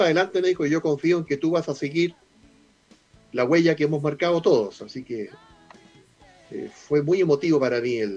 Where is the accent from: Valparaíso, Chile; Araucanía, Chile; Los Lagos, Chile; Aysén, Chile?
Valparaíso, Chile; born there; Yo nací en Valparaíso y viví algunos periodos de mi niñez en casa de mi abuelo